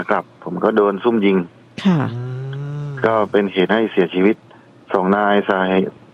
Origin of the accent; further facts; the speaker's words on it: Thung Song, Nakhon Si Thammarat, Thailand; ภูมิลำเนาเดิมผมเป็นคนทุ่งสงครับ